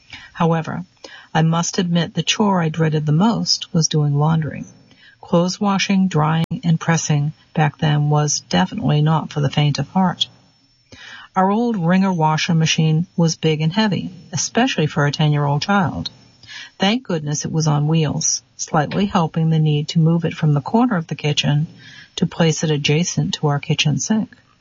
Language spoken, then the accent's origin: English; Mount Vernon, New York, United States; were always as close as could be and were referred to in our neighborhood in Mount Vernon, New York, as the Irish twins.